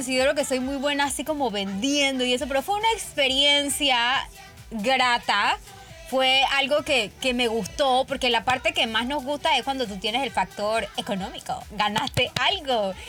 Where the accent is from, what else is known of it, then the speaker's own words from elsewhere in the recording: Colón, Panama; born there; moved away; mis papás viven en Colón y tienen muchos árboles frutales y cosas así. Entonces yo me fui para mi pueblo